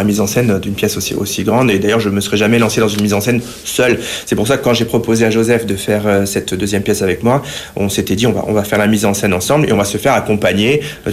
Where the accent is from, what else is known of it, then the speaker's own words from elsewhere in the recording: northern Italy, Italy; born there; moved away; Et non, je suis né en Italie, du Nord.